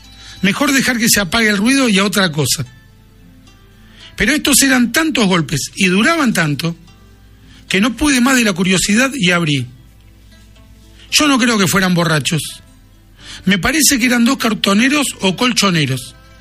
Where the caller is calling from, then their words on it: Buenos Aires, Argentina; de Boedo. Vivo en un PH, subiendo una escalera.